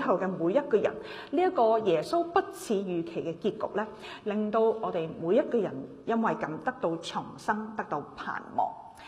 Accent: China; 相信如果我說我們中國人是很喜歡 planning 的一個民族，應該沒有人會反對的了。

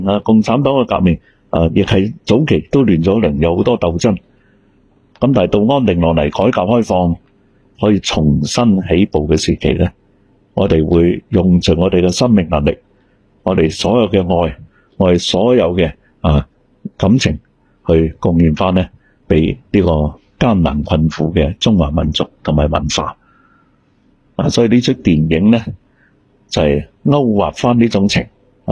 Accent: Singapore; 系我哋而家唔系中国人嚟噶，我系新加坡人。

